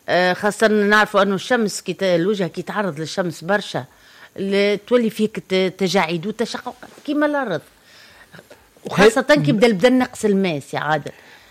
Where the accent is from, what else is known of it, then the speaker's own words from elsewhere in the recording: Tunisia; كاين عندنا في تونس